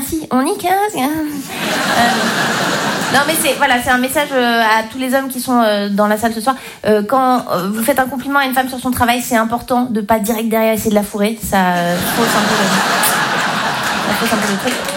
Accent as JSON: {"language": "French", "region": "Romandy", "country": "Switzerland", "said": "Donc moi je viens de Suisse romande, chez moi on parle français, mais en même temps on n'a pas la même psychologie que les Français."}